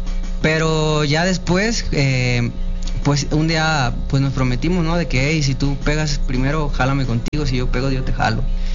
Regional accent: Guadalajara, Jalisco, Mexico; Sí, tapatío, más tapatío que el virote salado.

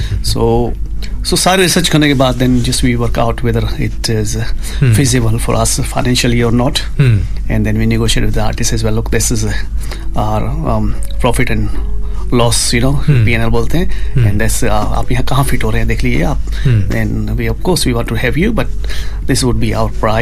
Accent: Udaipur, Rajasthan, India; हाँ जी, मैं इंडिया से, मैं राजस्थान से हूँ, और बहुत ही खूबसूरत शहर है

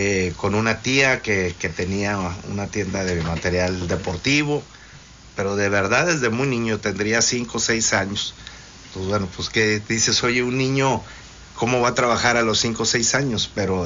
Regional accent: Ciudad Victoria, Tamaulipas, Mexico; moved away as an adult; soy victorense, tengo dos hijos, Manuel de 24 años, Marcelo de 16 años

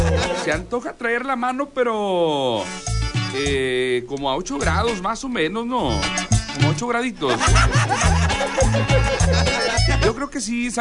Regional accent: Mexico

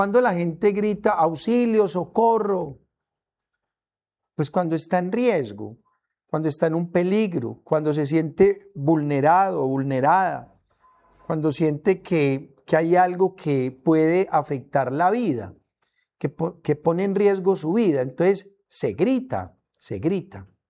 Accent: Sabaneta, Antioquia, Colombia; Yo que soy de Sabaneta, nacido, criado en Sabaneta

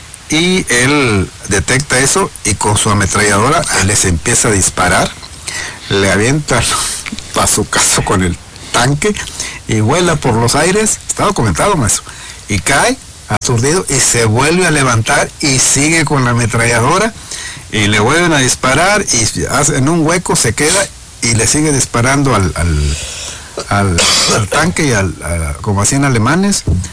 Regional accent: Mexico; somos los mexicanos

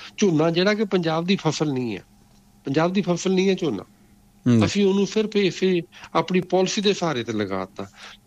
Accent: Punjab, India; ਹੁਣ ਉੱਥੇ ਮਤਲਬ ਮੇਰਾ ਪਿੰਡ ਹੈ ਮੇਰੇ ਪਿੰਡ ਦੇ ਆਲੇ ਦੁਆਲੇ ਸਾਰੇ ਰੁੱਖ ਕੱਟੇ ਗਏ ਸੀ

